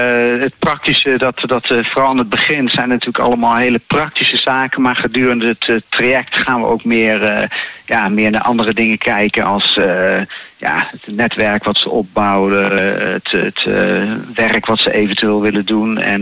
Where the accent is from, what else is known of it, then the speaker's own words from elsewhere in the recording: Netherlands; de bevoorrechte positie als Nederlander die ik heb en de kennis die ik heb van hoe Nederland werkt